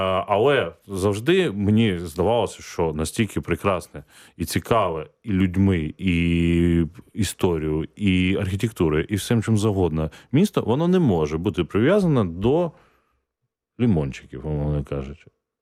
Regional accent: Odesa, Odesa Oblast, Ukraine; born there; moved away as an adult; я неправильний одесит, хоча я народився в Одесі

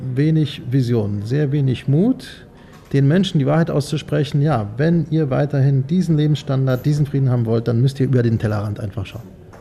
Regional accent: Gdańsk, Pomeranian Voivodeship, Poland; In meiner Heimatstadt Danzig die Verständigung mit skandinavischen Ländern

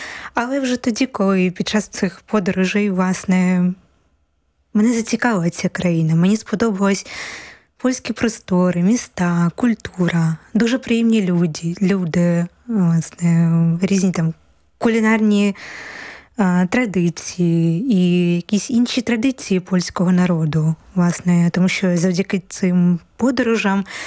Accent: Kharkiv, Kharkiv Oblast, Ukraine; moved away as an adult; now in Poland; Я з міста Харкова. Власне, я народилася у Харкові і жила багато років в місті Харків. Але вже коли приїхала до Польщі, власне, я ще навчалася в місті Харкові

